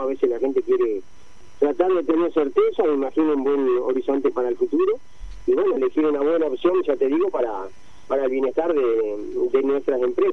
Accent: Uruguay; desde chico de la escuela, que lo mejor que tenemos es el puerto

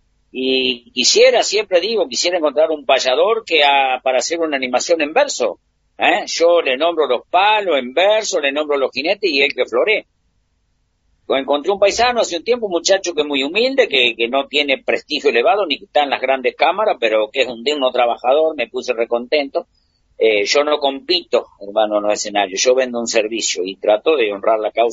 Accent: Entre Ríos, Argentina; Y yo nací en Entre Ríos, un pueblito chiquitito, rancherío, paja y barro

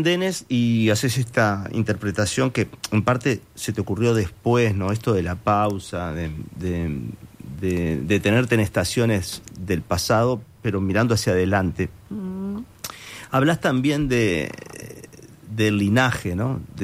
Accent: Montevideo, Uruguay; Yo que soy de Sayago, fíjate que el tren fue la ilusión de mi infancia, ¿no?

